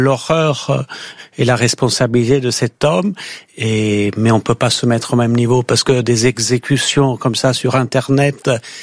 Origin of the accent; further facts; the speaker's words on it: Italy; French is a second language; même un enfant de 10 ans est en mesure de comprendre que chez nous en Italie, déjà si tu filmes, je sais pas si en France c'est le cas